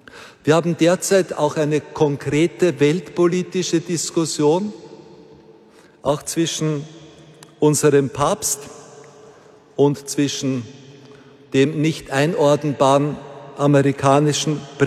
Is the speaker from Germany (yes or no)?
no; Austria; Und damals haben in meinem Heimatdorf an der burgenländischen Grenze mehrere sich das Leben genommen.